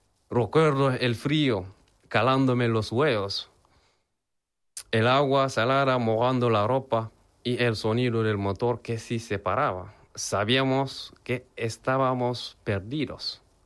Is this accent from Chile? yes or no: no; Mali; moved away; Cuando me fui de Mali, hace 3 años, en un momento que quedarme ya no era una opción si quería comenzar a conservar mi vida y mi libertad. La solución en mi país se volvió insostenible